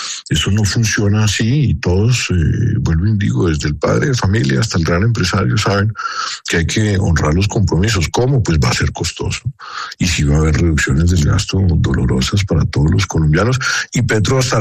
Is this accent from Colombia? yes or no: yes; Colombia; Yo en eso creo que, como muchísimos colombianos y muchos analistas y muchos miembros del Congreso, pues estamos aterrados.